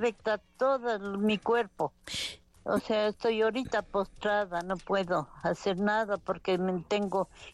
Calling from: Ibarra, Imbabura, Ecuador; Soy de Ibarra.

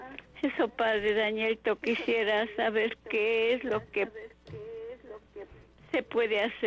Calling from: Otavalo, Imbabura, Ecuador; Estoy llamando de Otavalo.

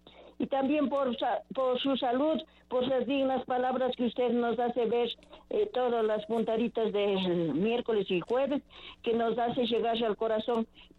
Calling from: Riobamba, Chimborazo, Ecuador; estoy llamando desde Riobamba

